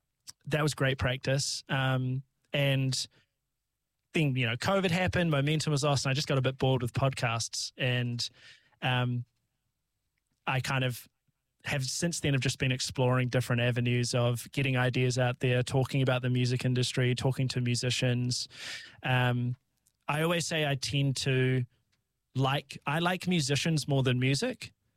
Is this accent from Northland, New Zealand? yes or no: no; Timaru, Canterbury, New Zealand; I grew up in Timaru, and I grew up in a household that wasn't super into music, didn't have music around.